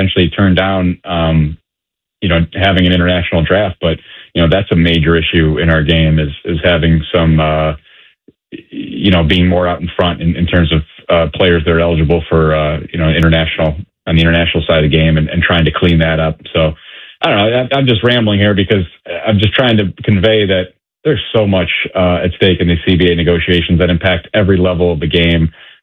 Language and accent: English; Cleveland, Ohio, United States; I come from a smaller market mentality. You know, I grew up in Cleveland